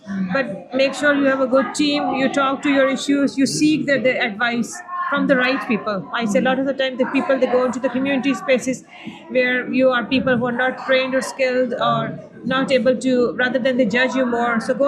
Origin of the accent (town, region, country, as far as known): Cork, Munster, Ireland